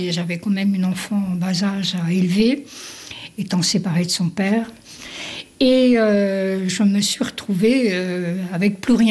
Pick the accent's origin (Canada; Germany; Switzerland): Switzerland; Oui, et donc je suis Suisse, et donc je peux pas faire faillite.